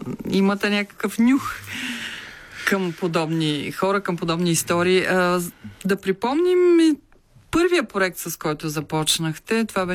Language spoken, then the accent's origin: Bulgarian; Varna, Varna Province, Bulgaria; Аз също съм от Варна, затова се интересувам.